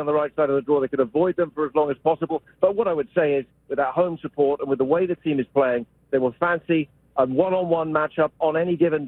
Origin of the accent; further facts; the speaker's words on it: England, United Kingdom; now in United States; And I say that as an Englishman, you know, who now lives and works in America.